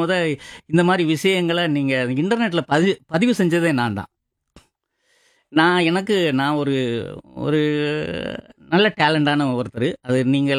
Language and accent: Tamil; Tamil Nadu, India; தமிழனாக பிறந்தோம், தமிழ்நாட்டு நம்ம தமிழ் கலைகளை பற்றி நல்லா தெரிஞ்சுக்கிட்டோம்.